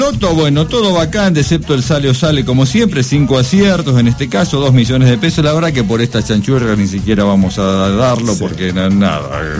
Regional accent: Chubut, Argentina; de Arrauso, en Chubut. En estos momentos estoy en Buenos Aires.

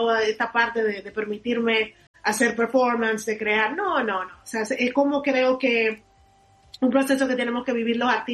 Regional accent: Dominican Republic; also born or lived in United States / Europe; now in Santo Domingo, Dominican Republic; inclusive yo que regresé recién al país de estar tanto tiempo fuera

